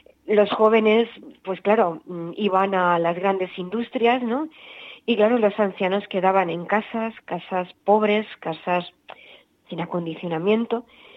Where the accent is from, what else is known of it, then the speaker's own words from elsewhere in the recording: Oliva, Valencian Community, Spain; yo soy hija de Oliva, de un pueblecito, el último pueblecito de Valencia, y vengo de una familia cristiana practicante. Mis padres toda la vida han sido panaderos